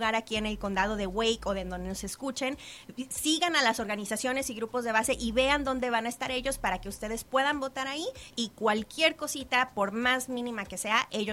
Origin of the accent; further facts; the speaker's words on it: Mexico; now in North Carolina, United States; yo soy de México